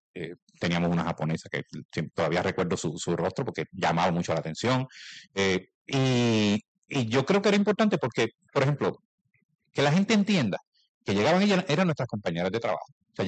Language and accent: Spanish; Corozal, Puerto Rico; En mi pueblo, en Corozal, yo decía a los muchachos que habían las tres profesiones típicas, ¿verdad?